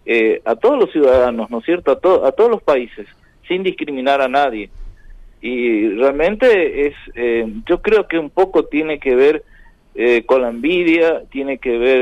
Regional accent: Argentina; born there; como argentino, que nací acá, amo a la Argentina, por supuesto.

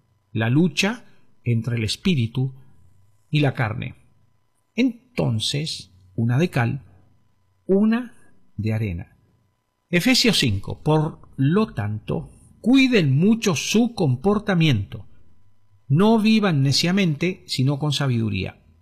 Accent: Argentina; now in Neuquén, Argentina; Hola a todos mis amigos, muchas bendiciones desde aquí. Neuquén capital, la capital de la Patagonia, así le dicen a nuestra ciudad.

